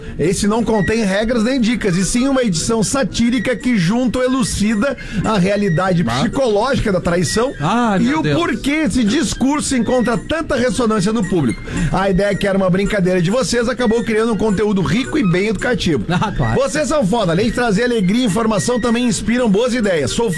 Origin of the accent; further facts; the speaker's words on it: São Leopoldo, Rio Grande do Sul, Brazil; sou de São Leopoldo.